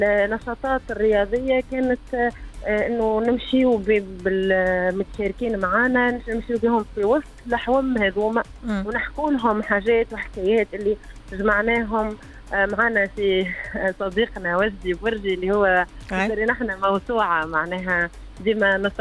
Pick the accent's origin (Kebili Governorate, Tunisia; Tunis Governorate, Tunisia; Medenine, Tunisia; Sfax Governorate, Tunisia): Medenine, Tunisia; Djerba; للحومة في جربة